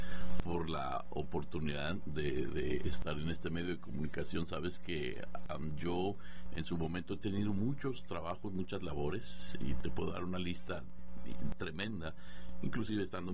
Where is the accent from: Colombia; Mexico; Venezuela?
Mexico; Guadalajara, Jalisco; Pero sí, soy de Guadalajara.